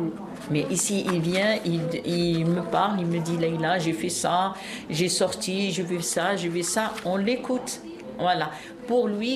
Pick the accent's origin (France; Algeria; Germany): Algeria; Oui. Moi, je suis algérienne.